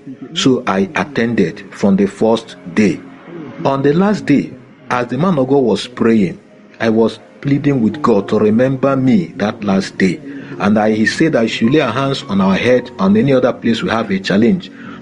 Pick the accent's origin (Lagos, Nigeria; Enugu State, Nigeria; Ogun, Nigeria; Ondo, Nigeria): Enugu State, Nigeria; I am from Nara Onateze in Enugu East local government area of Enugu State, Nigeria.